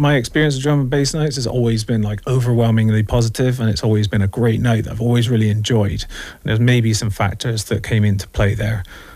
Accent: Bristol, South West England, United Kingdom; they know that I'm from Bristol

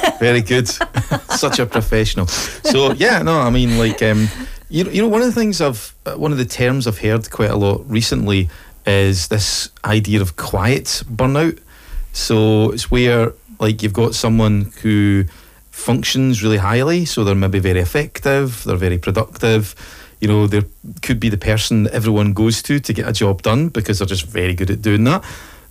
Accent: Falkirk, Scotland, United Kingdom; So there was obviously I'm originally from Falkirk, and there was a famous nightclub in Falkirk called Rosie O'Grady's.

